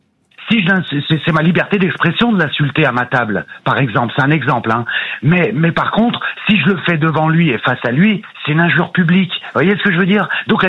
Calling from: Bourg-en-Bresse, Auvergne-Rhône-Alpes, France; J'appelle de Bourg-en-Bresse.

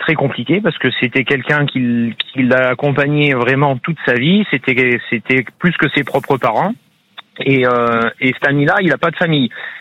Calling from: Vallière, Nouvelle-Aquitaine, France; je suis dans la Creuse, moi, à Vallières.

